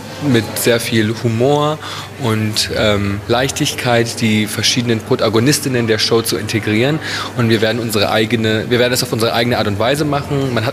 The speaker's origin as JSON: {"language": "German", "country": "Italy", "said": "Aber gleichzeitig finde ich es auch schön, dass ich so ein bisschen mein Heimatland Italien vertreten kann."}